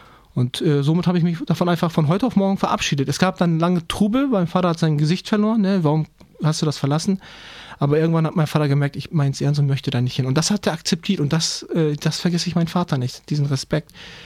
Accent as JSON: {"language": "German", "country": "Turkey", "second_language": "German", "moved": "yes", "lives_now": "Germany", "said": "Türkischen Pass habe ich immer noch, habe ich immer noch nicht abgegeben, weil ich, ist meine Heimat. Hier bin ich zu Hause, aber meine Heimat ist da."}